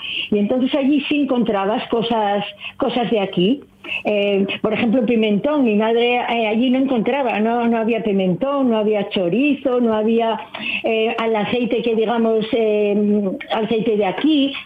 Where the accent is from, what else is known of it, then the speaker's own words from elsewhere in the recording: Pravia, Asturias, Spain; Nosotros, por ejemplo, yo soy de Pravia. Allí en Pravia, de Pravia, éramos solamente tres familias.